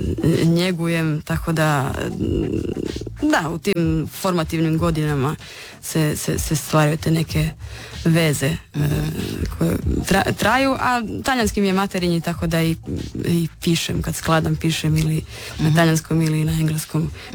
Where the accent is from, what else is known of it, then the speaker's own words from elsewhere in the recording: Rijeka, Primorje-Gorski Kotar County, Croatia; Mi smo Fiumani, mama je Istrijanka